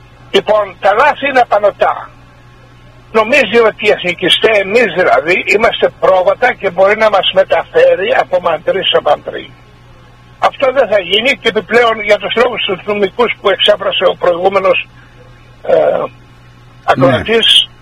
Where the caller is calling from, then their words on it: Utah, United States; Λοιπόν, εγώ είμαι ο φίλος από τη Γιούτα.